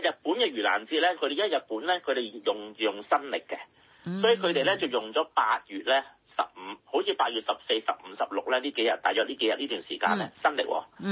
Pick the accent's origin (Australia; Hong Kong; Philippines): Hong Kong; 因為其實我哋香港人咧好少機會接觸潮劇。